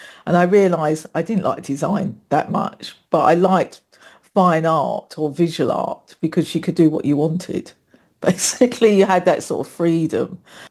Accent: Plaistow, London, United Kingdom; I was born in West Ham, lived in Plaistow for most of my childhood and my early adulthood.

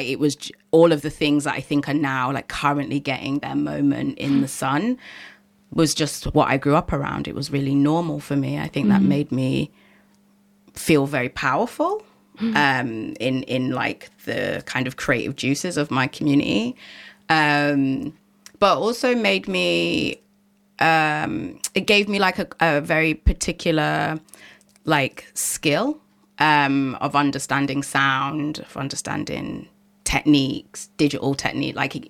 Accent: London, United Kingdom; I know I grew up at a time when London was extraordinarily segregated.

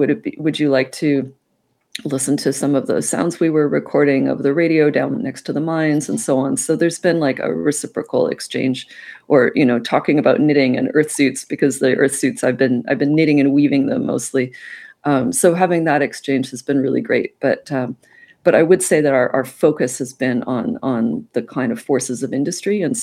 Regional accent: Vancouver, British Columbia, Canada; now in Santa Cruz, United States; like growing up in Vancouver and currently in Santa Cruz.

